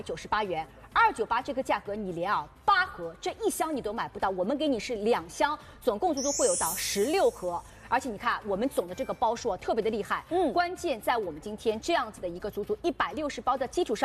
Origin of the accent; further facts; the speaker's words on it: Shanghai, China; 我们上海人自家的老牌子，现在也是中华老字号了。